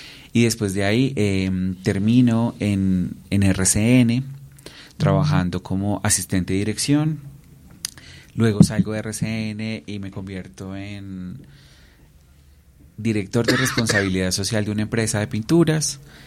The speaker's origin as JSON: {"language": "Spanish", "region": "Huila", "country": "Colombia", "lives_now": "Bogotá, Colombia", "said": "Yo soy del departamento del Huila y llevo más o menos alrededor de 22 años. Este año cumplo acá en Bogotá."}